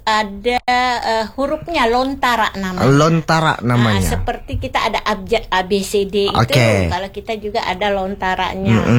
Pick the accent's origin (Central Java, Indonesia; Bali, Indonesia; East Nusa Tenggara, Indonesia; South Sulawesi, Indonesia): South Sulawesi, Indonesia; Iya, memang itu mungkin sudah ciri khas orang kita Bugis ya.